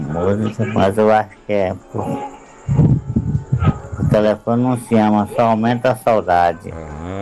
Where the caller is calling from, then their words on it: Alto Bonito, Tocantins, Brazil; Sou aqui de Alto Bonito